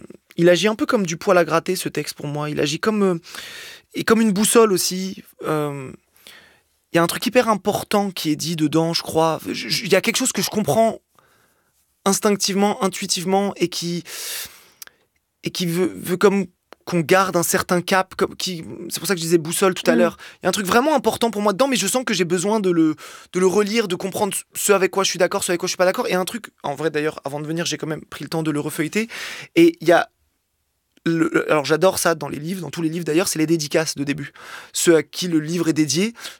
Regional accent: Algeria

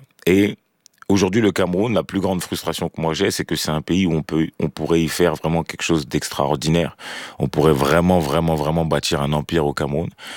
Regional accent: Marseille, Provence-Alpes-Côte d'Azur, France; born there; Moi, je suis né à Marseille. Ils arrivent, je crois. Je suis né en 96.

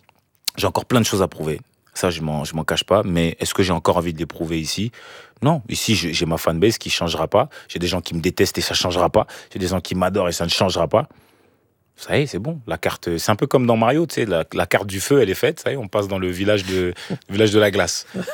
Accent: Cameroon

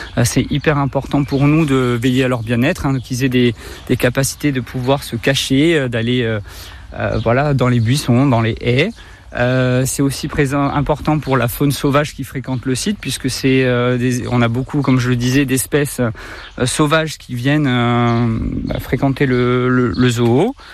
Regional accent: Corsica, France; Alors oui, moi je suis pas né en Corse, mais j'ai grandi en Corse. Je suis en Corse depuis la maternelle, hein, sur le Nebbio.

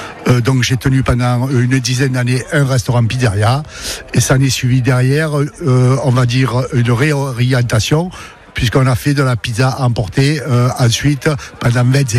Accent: La Ciotat, Provence-Alpes-Côte d'Azur, France; Je suis né à La Ciotat, de famille ciotadienne, surtout du côté de ma grand-mère maternelle, depuis plusieurs générations

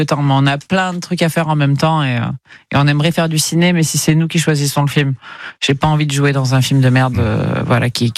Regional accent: France; c'est mon village natal

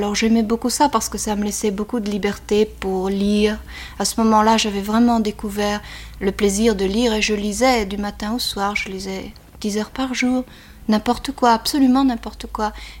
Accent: Flanders, Belgium; Oui, je suis flamande. Mes parents sont flamands.

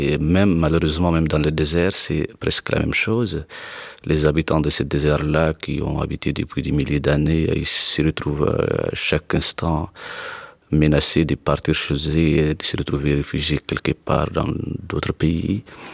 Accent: Tinzaouaten, Kidal, Mali; French is a second language; nous sommes directement dans la frontière jupitro-algérienne. C'est là où nous sommes grandis, en fait. C'est là où nous avons fait aussi notre école primaire

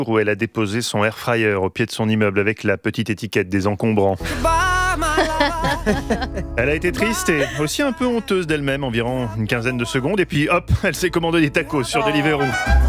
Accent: France; Est-ce que vous savez que chez nous, en France, pays des mille fromages

